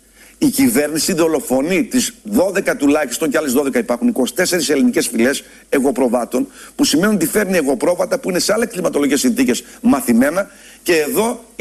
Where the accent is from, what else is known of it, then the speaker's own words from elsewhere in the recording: Macedonia, Greece; Πρόδωσε τη Μακεδονία, σας λέω. Mm. Πρόδωσε την πατρίδα μου.